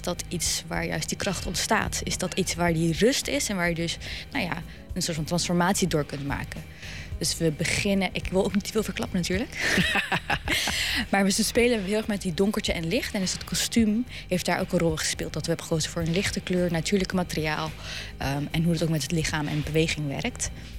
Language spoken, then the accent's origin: Dutch; The Hague, South Holland, Netherlands; Ik kom uit Den Haag natuurlijk, ik ben hier geboren en getogen.